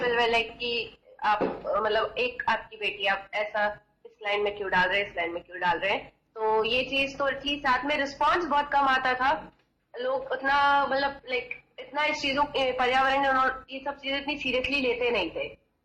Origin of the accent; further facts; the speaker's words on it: Kanpur, Uttar Pradesh, India; now in Bacheli, India; और मैं बेसिकली तो मैं यूपी से बिलोंग करती हूँ, कानपुर से हूँ मैं, बट हम यहाँ शिफ्ट कर गए थे दंतेवाड़ा बचेली में